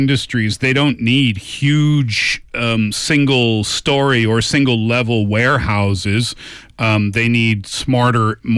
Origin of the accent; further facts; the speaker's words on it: Canada; Sorry, I'm Canadian.